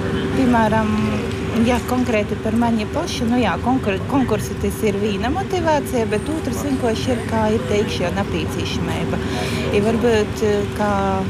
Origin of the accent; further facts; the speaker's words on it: Latgale, Latvia; first language Latgalian; Latvian is a second language; Tā kā es esmu dzimusi un augusi Latgalī, tad latgalīšu valūda ir mūna dzimto valūda, lai gan es jumā reti, kad runoju